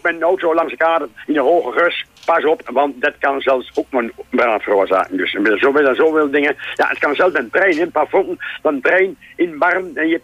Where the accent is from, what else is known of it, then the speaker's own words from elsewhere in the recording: Netherlands; als Nederlanders